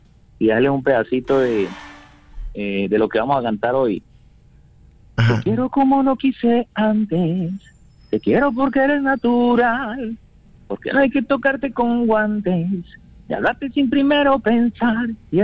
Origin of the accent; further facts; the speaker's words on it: Colombia; yo soy de Colombia